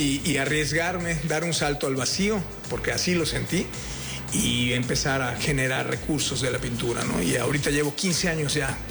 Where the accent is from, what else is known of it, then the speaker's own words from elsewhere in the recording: Mérida, Yucatán, Mexico; Para mí es mi casa, yo crecí en Chuburná. Ese es mi barrio, ¿no? Y pues nada, no sé. Yo aquí sigo, salí, viví fuera y regresé.